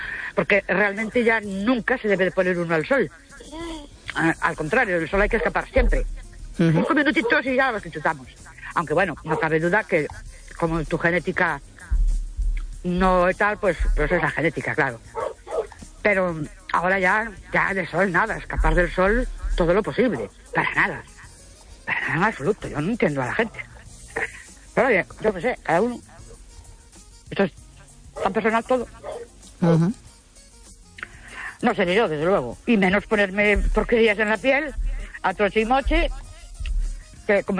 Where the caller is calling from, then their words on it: Ourense, Galicia, Spain; de Urense.